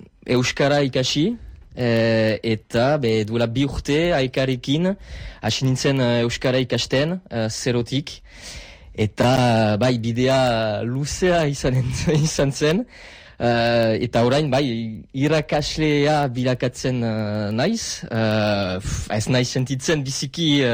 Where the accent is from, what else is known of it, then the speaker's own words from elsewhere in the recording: La Bastide-Clairence, Nouvelle-Aquitaine, France; Basque is a second language; moved away as an adult; also born or lived in Paris; Bastidakoa naiz